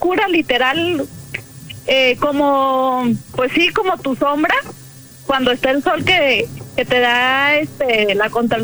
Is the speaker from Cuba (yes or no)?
no; Guadalajara, Jalisco, Mexico; Soy de Guadalajara, les acabo de hablar.